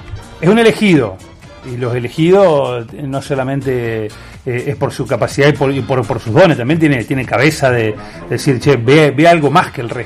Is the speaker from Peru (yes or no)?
no; Argentina